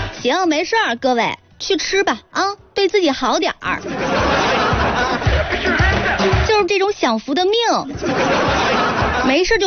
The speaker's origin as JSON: {"language": "Chinese", "town": "Yuncheng", "region": "Shanxi", "country": "China", "said": "我们运城人"}